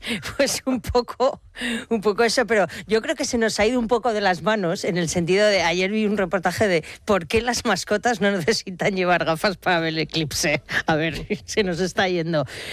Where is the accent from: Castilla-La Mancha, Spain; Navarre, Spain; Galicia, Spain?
Navarre, Spain; Peralta; donde mejor se vio es en mi pueblo, en Peralta, porque era una de las franjas, como en Navarra